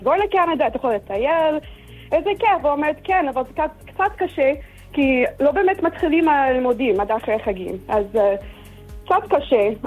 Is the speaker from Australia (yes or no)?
no; Toronto, Ontario, Canada; Hebrew is a second language; moved away as an adult; now in Eilat, Israel; אני לא מארצות הברית, אני מקנדה, טורונטו